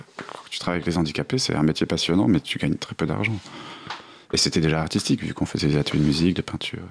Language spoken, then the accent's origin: French; Kabylie, Algeria